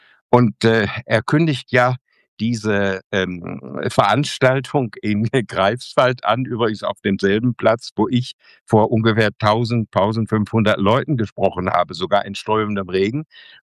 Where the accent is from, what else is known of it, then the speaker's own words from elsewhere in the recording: Trentino-Alto Adige, Italy; jetzt sind sie an einem Sehnsuchtsort, nämlich Südtirol. Und das ist meine Heimat.